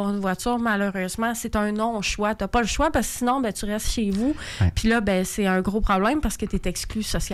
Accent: Quebec, Canada; moi, je viens de la Gaspésie

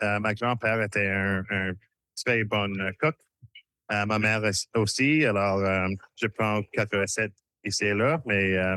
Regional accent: Halifax, Nova Scotia, Canada; Oui, je suis de Nouvelle-Écosse. Je suis d'Halifax. Mes grands-parents sont de Shediac. Ma mère de Shediac, puis Bocuse et Saint-Louis-de-Kent.

